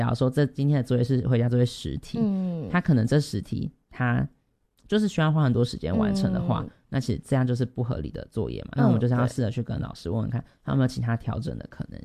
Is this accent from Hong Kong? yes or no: no; Chiayi, Chiayi City, Taiwan; now in Taipei, Taiwan; 然后我觉得就是因为现在我是嘉义人，我现在到台北读书